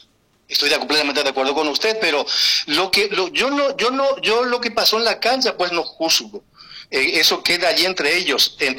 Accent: France; Yo les digo a ellos, pues yo soy francés y les saco mi documento para defenderme.

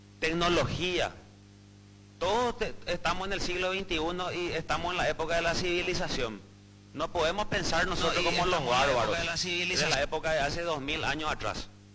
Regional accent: Asunción, Paraguay; Yo soy de Capital

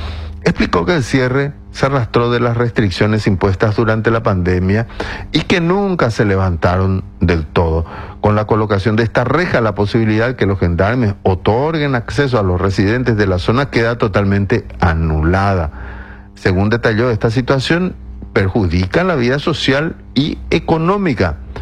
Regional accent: Paraguay; nosotros somos nomás luego paraguayos

